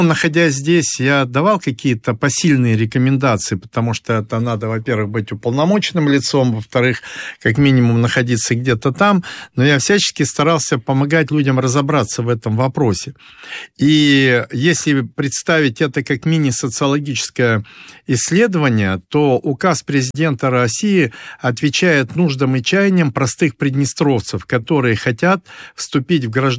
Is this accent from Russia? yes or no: no; Tiraspol, Transnistria, Moldova; как уроженец Тирасполя, я там имею огромное количество друзей, там бывших одноклассников, сослуживцев, моих избирателей, когда я там был депутатом парламента.